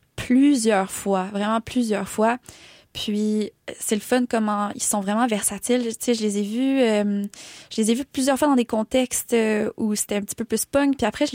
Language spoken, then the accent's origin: French; Mont-Saint-Hilaire, Quebec, Canada; la Rive-Sud, c'est vaste aussi, là. Fait que, mais ça, moi, je viens de Saint-Hilaire.